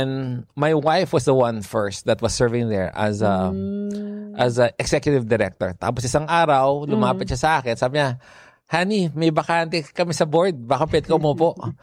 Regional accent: San Pablo, Calabarzon, Philippines; Laking ako, Laguna. Tagalog ako, taga San Pablo, Laguna.

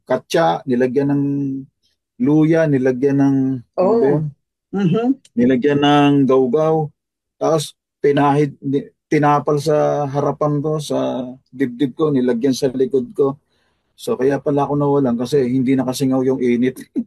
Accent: Makati, Metro Manila, Philippines; moved away; nandoon ako sa may Makati, taga Makati kami.

